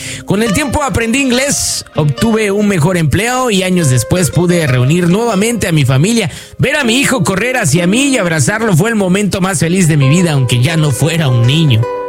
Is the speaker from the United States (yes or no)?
no; Santa Ana, El Salvador; esta es mi historia. Nací en Santa Ana, El Salvador. Crecí ayudando a mi madre a vender frutas en el mercado.